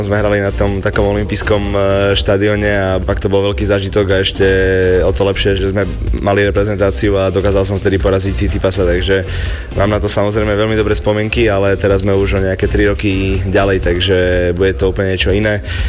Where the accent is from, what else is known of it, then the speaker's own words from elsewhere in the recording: Prešov, Prešov Region, Slovakia; ja pochádzam z Prešova, takže Košice sú pre mňa veľmi blízko